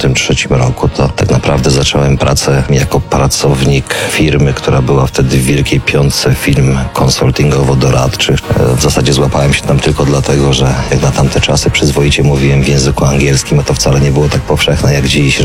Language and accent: Polish; Subcarpathian Voivodeship, Poland; moved away as an adult; now in Warsaw, Poland; to ja też przyjechałem z Podkarpacia, mając 19 lat, do Warszawy i tutaj się gdzieś tam wszystko rozpoczęło.